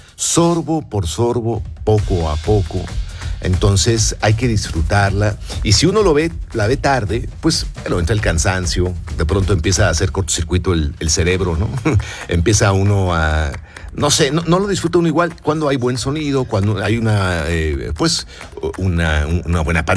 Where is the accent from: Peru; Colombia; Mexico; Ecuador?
Mexico; soy mexicano